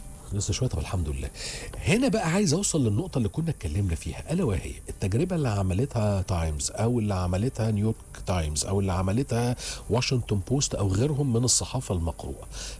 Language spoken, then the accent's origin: Arabic; Egypt; هل ده نموذج هيبقى ناجح عندنا في مصر